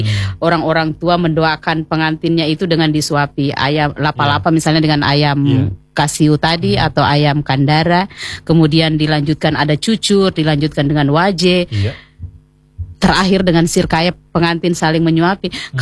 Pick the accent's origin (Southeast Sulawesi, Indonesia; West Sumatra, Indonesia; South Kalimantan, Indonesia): Southeast Sulawesi, Indonesia; Dan cucur itu sebenarnya bagian dari identitas kita sebagai orang Muna, entah orang Buton yang kemudian memang di dalam haruannya itu harus ada cucur kan, itu identitas kita.